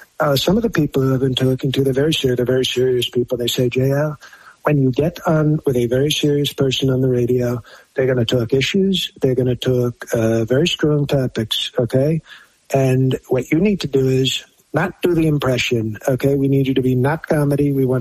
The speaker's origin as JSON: {"language": "English", "region": "New York", "country": "United States", "said": "I'm from New York."}